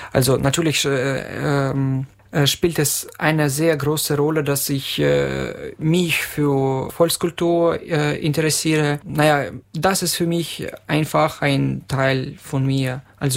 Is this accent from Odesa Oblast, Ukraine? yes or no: no; Chernihiv, Chernihiv Oblast, Ukraine; Ja, also zum Beispiel diese traditionelle Vishivanka habe ich aus meiner Heimatstadt Tscherniw mitgenommen, als diese Stadt im März 2022 belagert war.